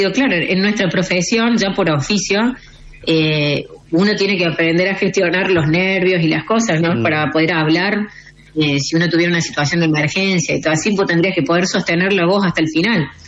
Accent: Córdoba, Argentina; accent: cordobesa tonada; also born or lived in Buenos Aires; Soy de Córdoba.

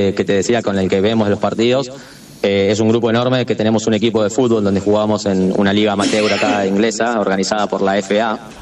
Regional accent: Haedo, Buenos Aires Province, Argentina; moved away; Yo soy de Aedo.

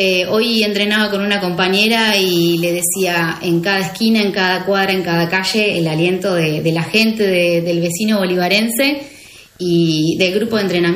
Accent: Treinta de Agosto, Buenos Aires, Argentina; moved away; Nacida y criada en 30 de agosto, un pueblo de casi 6.000 habitantes, en el cual tengo amigos y parte de mi familia.

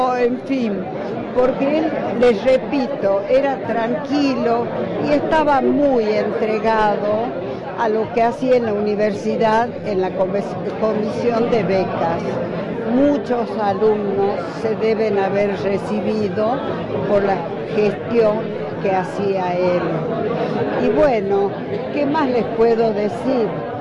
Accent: Belén, Catamarca, Argentina; moved away; also born or lived in Tucumán; En mi pueblo, en Belén, Catamarca, de donde somos oriundos

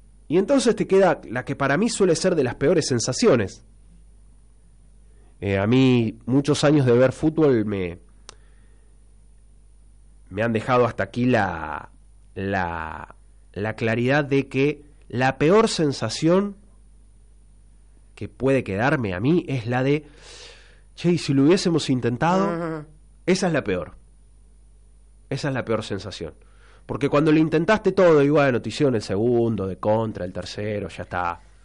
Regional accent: Spain; Yo soy español.

